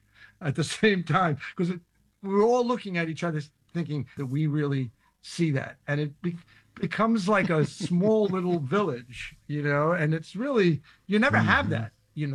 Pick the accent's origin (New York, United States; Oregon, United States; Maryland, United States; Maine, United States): New York, United States; Queens; Well, actually, I was born in Brooklyn, but I grew up in Hollis and Queens. Then I moved to Rosedale.